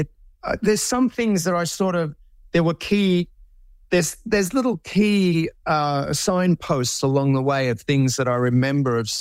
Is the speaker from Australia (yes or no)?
yes; Melbourne, Victoria, Australia; we were playing at this venue in Melbourne that you know, in my hometown